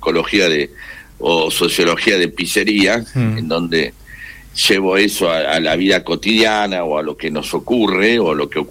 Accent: Argentina

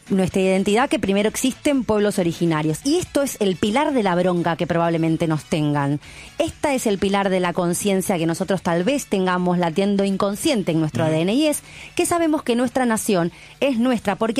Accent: Argentina; somos un país marrón, que se cree europeo

